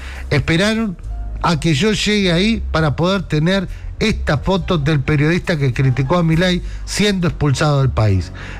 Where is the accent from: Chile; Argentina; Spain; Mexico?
Argentina; nosotros somos argentinos